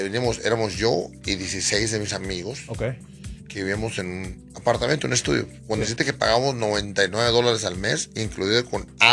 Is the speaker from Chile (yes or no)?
no; Sonora, Mexico